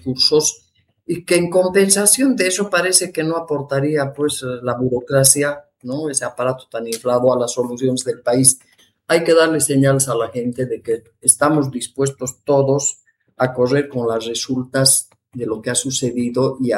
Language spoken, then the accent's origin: Spanish; Bolivia